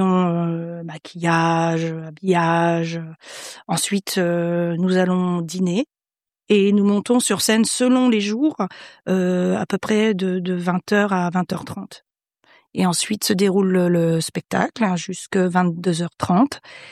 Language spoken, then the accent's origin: French; Grand Est, France